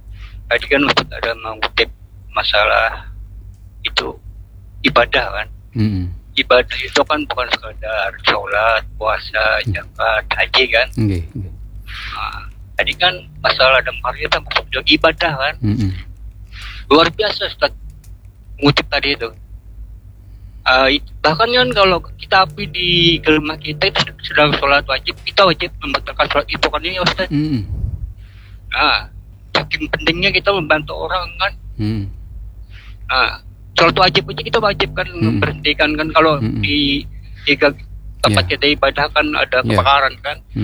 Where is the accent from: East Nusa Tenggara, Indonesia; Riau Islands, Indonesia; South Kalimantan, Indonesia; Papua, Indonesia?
South Kalimantan, Indonesia; Banjarmasin; warga kita Banjar Masin